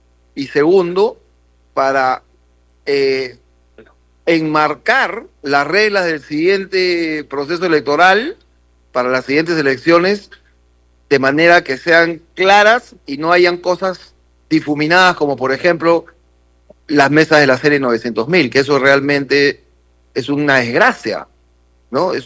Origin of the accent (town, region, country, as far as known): Peru